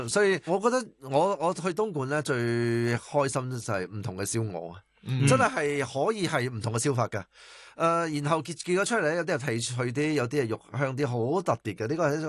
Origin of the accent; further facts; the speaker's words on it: Chaoshan, Guangdong, China; moved away; 我系来自潮汕。